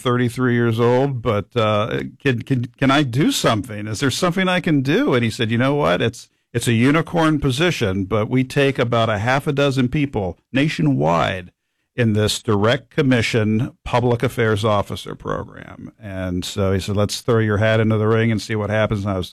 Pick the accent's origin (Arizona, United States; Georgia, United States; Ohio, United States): Ohio, United States; Mansfield; So right after college, 1993, my hometown, Mansfield, Ohio, a little independent, low-power television station